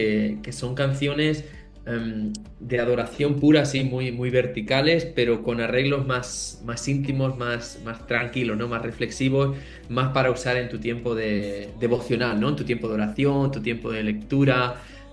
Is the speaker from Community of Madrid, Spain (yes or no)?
no; Catalonia, Spain; moved away as an adult; also born or lived in Australia; yo crecí en un pueblo de la provincia de Lérida, ahí en Cataluña, en España, y en mi adolescencia conocí al Señor ahí.